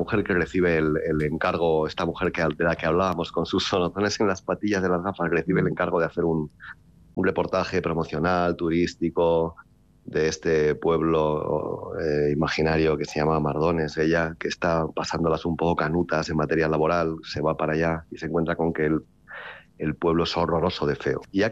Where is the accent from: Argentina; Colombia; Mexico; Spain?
Spain; Portugalete, Basque Country; yo nací en Portugalete, nací en una casa de Portugalete, no nací en una clínica